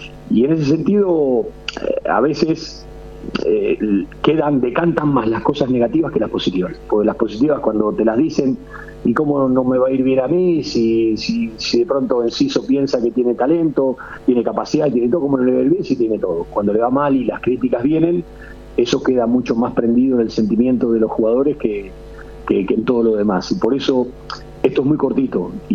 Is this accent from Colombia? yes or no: no; Argentina; Le digo, miren, yo le voy a decir una cosa como argentino, no como, como técnico de la selección paraguaya.